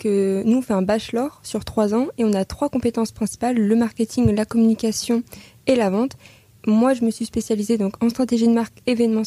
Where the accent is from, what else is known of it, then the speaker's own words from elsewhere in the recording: Chinon, Centre-Val de Loire, France; now in Tours, France; j'ai 20 ans, je viens de Chinon